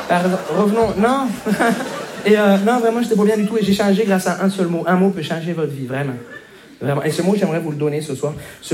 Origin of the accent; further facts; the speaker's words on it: Montreal, Quebec, Canada; Bonjour, je me présente … je viens de Montréal.